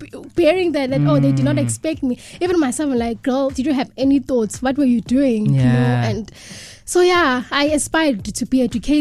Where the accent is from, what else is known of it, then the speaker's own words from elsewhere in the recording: KwaZulu-Natal, South Africa; Okay, as introduced … I was born and bred in Gradville at Gwaduza. It's a village.